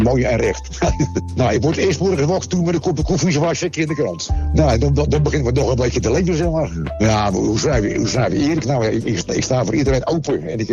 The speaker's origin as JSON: {"language": "Dutch", "town": "Rotterdam", "region": "South Holland", "country": "Netherlands", "tie": "born there", "said": "Geboren Rotterdammer. Het eind van het jaar word ik al 70 alweer."}